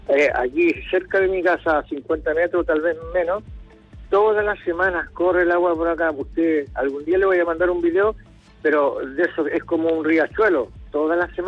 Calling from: La Serena, Coquimbo, Chile; Desde el sector de las compañías altas aquí en La Serena.

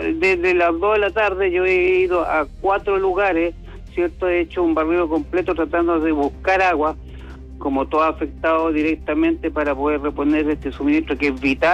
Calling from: Coquimbo, Chile; por acá lo llamo desde la región de Coquimbo

